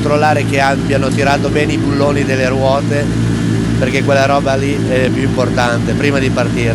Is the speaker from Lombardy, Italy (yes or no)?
yes; Voghera, Lombardy, Italy; io sono di Voghera, della provincia di Pavia